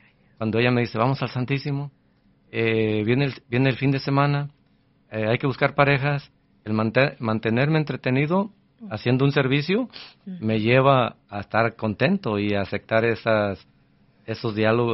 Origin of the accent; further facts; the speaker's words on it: Mexico; moved away; se fue y luego yo me vine de México, 20 años de que no veo a mi padre.